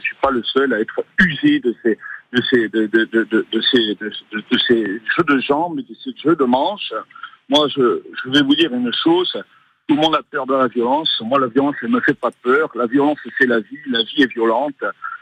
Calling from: Corsica, France

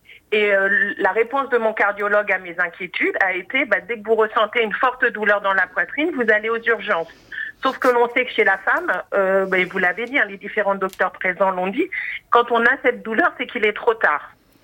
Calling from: Maisons-Alfort, Île-de-France, France; J'appelle de Maison-Alfort.

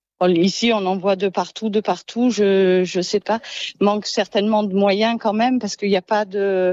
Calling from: Montfort, France; Je suis à Montfort.

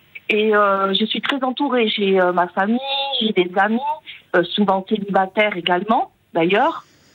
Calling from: Saint-Jean-de-Luz, Nouvelle-Aquitaine, France; moi, j'appelle de Saint-Jean-de-Luz.

